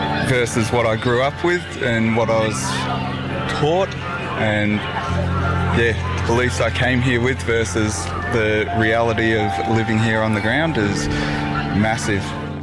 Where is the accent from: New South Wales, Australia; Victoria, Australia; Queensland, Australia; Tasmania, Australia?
Victoria, Australia; Melbourne; moved away as an adult; now in Alice Springs, Australia; I'm from Melbourne originally. What I like about living in Alice Springs is the duality of the culture here versus what I grew up